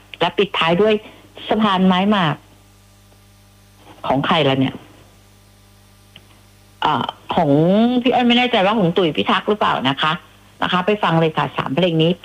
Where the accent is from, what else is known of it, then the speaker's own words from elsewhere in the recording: Southern Thailand, Thailand; เพราะว่าตัว … เป็นคนใต้เนี่ย … ก็พูดออกทองแดงเพราะว่า … ไม่ได้อยู่ใต้ตลอดเวลา